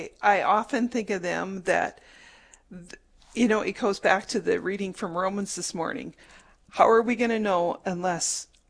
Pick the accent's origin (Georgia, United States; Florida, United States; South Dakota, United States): South Dakota, United States; Redfield; now in Mitchell, United States; I grew up in Redfield, on a farm near Redfield.